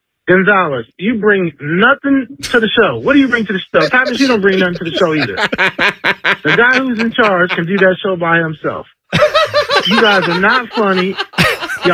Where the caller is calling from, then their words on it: Marion, Ohio, United States; I'm from Marion, Ohio.